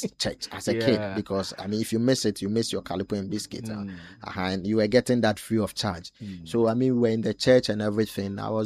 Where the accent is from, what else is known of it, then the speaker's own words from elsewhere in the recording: Dadiase, Ashanti, Ghana; born there; I think I was born in the Ashanti region, specifically Dadiase. Which is in Mampong Nsuta. Yeah. So those of you know Mampong Bonkrum Nsuta. Yeah, that was where I was born.